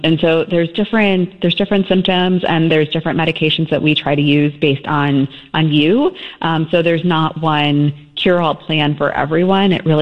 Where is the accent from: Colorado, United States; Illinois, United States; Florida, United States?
Illinois, United States; Chicago; I grew up in Chicago.